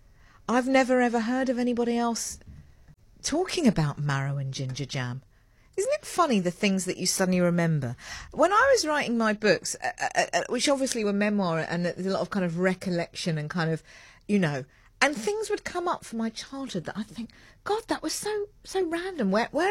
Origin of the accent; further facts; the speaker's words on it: United Kingdom; accent: British; moved away as an adult; now in South Africa; I sound different to most of the people that we are around, although sometimes I feel like they're taking the mickey out of my British accent